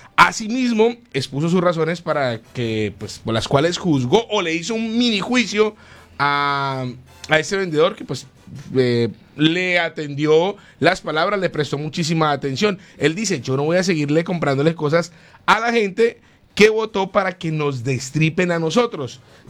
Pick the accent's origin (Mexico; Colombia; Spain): Colombia